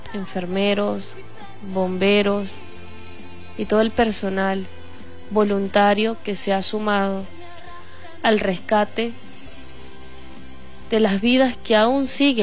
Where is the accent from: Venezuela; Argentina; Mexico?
Venezuela; solo nos queda seguir apoyándonos y agradeciendo también como pueblo venezolano cada una de las ayudas que han llegado